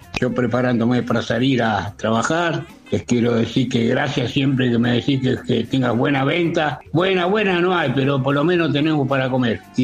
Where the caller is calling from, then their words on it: Ranelagh, Buenos Aires Province, Argentina; de Ránela